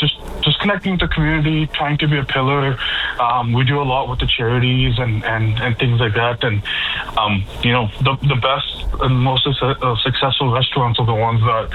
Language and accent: English; Edmonton, Alberta, Canada; born or raised there; moved away as an adult; also born or lived in Moncton